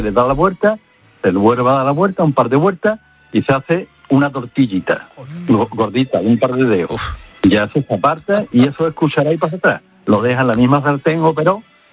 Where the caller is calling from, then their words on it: Morón de la Frontera, Andalusia, Spain; yo soy paisano de Naranjo, soy de Morón de la Frontera